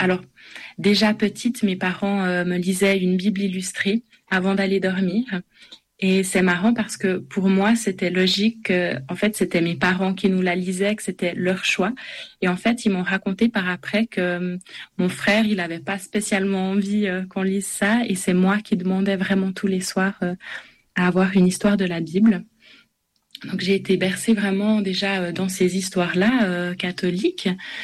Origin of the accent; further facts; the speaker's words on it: Switzerland; born there; Quand j'étais enfant, j'ai été à l'éveil à la foi, et puis après j'ai suivi le parcours un peu typique en Suisse, en tout cas, avec le catéchisme et tous les sacrements.